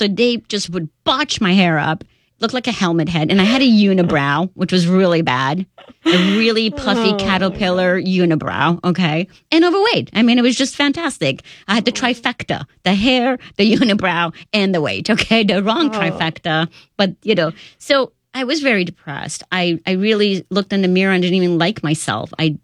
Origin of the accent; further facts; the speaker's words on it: State College, Pennsylvania, United States; moved away as an adult; also born or lived in Iran; And I grew up in State College, by the way.